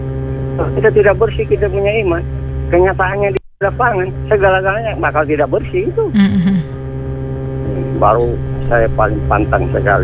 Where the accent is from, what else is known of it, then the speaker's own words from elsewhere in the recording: North Sulawesi, Indonesia; kalau di kampung saya Bunda, di Sulawesi Utara dulu, orang tua dulu itu korok dengan sendok itu